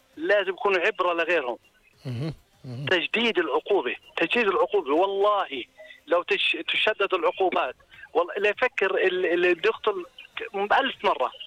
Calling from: Jordan; عندنا في الاردن

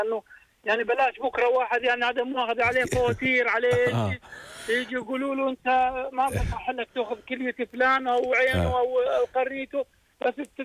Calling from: Jordan; عندنا بالأردن

